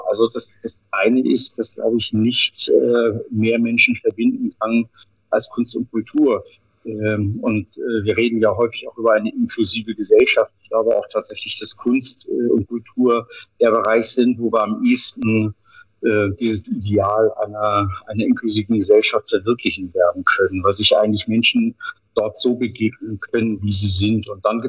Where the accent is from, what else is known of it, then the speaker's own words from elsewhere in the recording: Northern Germany, Germany; moved away; weil wenn man als Norddeutscher nach Bayern kommt, dann sagen sie nicht alle, ach super, endlich mal ein Norddeutscher hier.